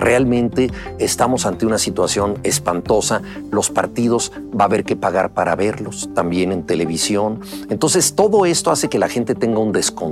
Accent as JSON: {"language": "Spanish", "country": "Mexico"}